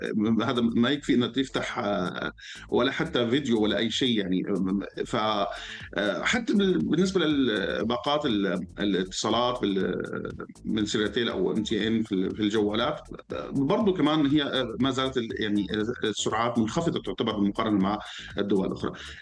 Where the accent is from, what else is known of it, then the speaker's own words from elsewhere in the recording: Syria; ممكن في سوريا أو أنا كمواطن سوري فيني أعتبر